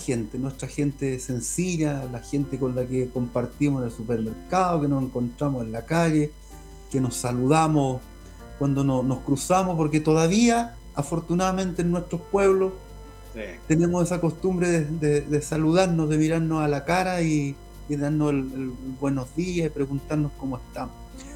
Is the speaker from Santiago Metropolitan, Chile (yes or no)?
no; Araucanía, Chile; born there; yo nací en Molulpidenco, y para venir al pueblo teníamos que caminar desde allá